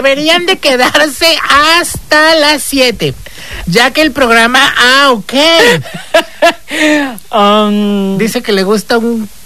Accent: Cancún, Quintana Roo, Mexico; born there; also born or lived in Mexico City; A los 9 años me traen para acá.

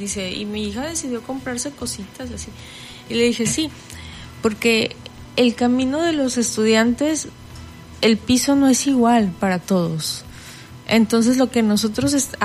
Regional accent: Manzanillo, Colima, Mexico; No que yo que soy de Manzanillo y estudio en Cuauhtémoc, en Colima, y allá está mi INE.

